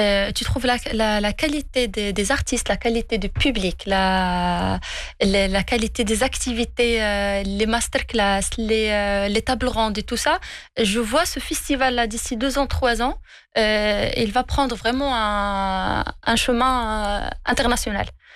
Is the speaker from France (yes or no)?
no; Morocco; C'est sûr, on est des Marocains quand même.